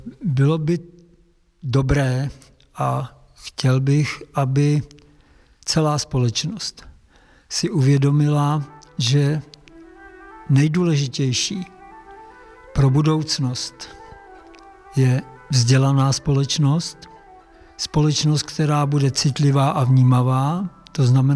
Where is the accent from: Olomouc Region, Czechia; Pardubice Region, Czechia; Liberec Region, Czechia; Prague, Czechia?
Liberec Region, Czechia; Liberec; born or raised there